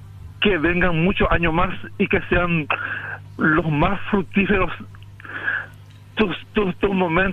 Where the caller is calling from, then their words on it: Atyrá, Cordillera, Paraguay; yo soy atireño de Cura Cepa.